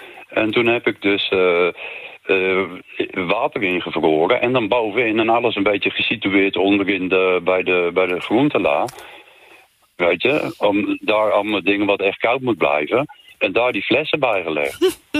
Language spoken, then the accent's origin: Dutch; Utrecht, Netherlands; Luister, ik kom uit Utrecht. En wij in Utrecht moeten tussen 4 uur 's middags en 9 uur 's avonds moeten we weinig stroom gebruiken.